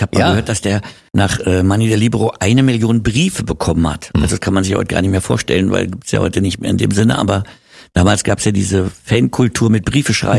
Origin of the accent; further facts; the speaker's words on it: Berlin, Germany; Ja, und ich bin dann aber in Wittenau aufgewachsen.